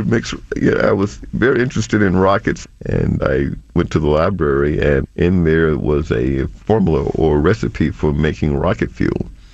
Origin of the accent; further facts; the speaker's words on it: Mobile, Alabama, United States; I grew up in Alabama, Mobile, Alabama. My father was a military veteran. He was in the Army, World War II. There were six kids in the family.